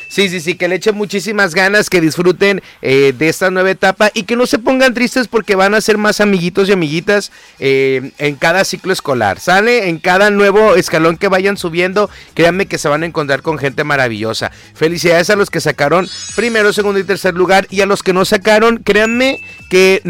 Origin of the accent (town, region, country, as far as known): Mexico